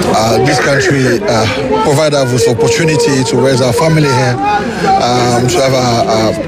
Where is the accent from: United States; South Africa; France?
France; moved away as an adult; now in Ireland; I grew up in France.